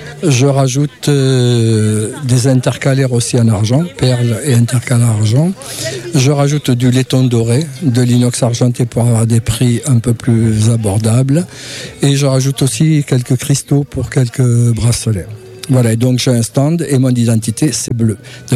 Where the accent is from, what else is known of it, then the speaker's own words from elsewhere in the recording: Lectoure, Occitanie, France; born there; moved away as an adult; also born or lived in Seine-et-Marne; now in Lectoure, France; Je suis absolument de Lectoure, je suis né à Lectoure, mes parents ont toujours habité à Lectoure. Moi j'ai été enseignant en région parisienne, mais je suis revenu depuis 2 ans.